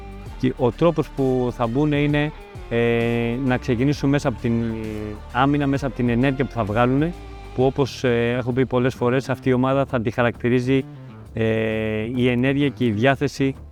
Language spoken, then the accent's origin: Greek; Greece; εγώ ως Έλληνας προπονητής